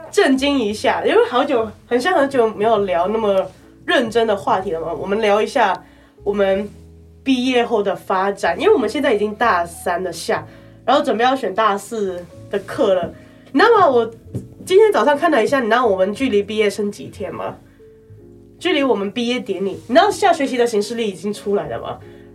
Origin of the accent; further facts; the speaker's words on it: Hong Kong; now in Taiwan; 因为我是香港人嘛，嗯，我不知道我毕业之后会不会继续留在台湾